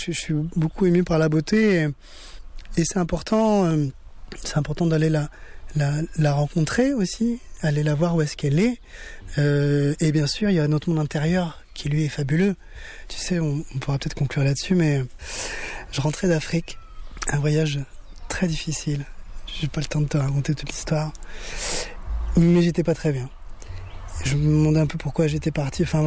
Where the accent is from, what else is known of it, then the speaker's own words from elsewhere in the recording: France; ce que j'aurais aimé, moi, en grandissant en France, qu'on me transmette